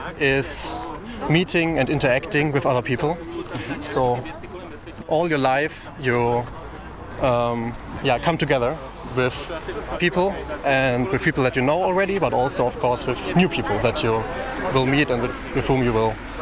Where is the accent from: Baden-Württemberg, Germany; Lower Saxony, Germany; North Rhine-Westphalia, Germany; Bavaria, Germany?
Bavaria, Germany; English is a second language; So I'm from Germany